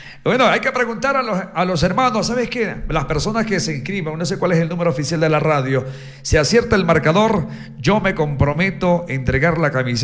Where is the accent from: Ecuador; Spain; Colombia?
Ecuador; somos ecuatorianos